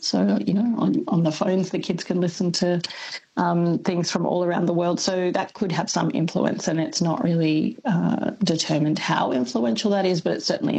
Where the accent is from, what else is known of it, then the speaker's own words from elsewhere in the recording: Melbourne, Victoria, Australia; I mean, when I grew up in Melbourne, I would say dance and castle.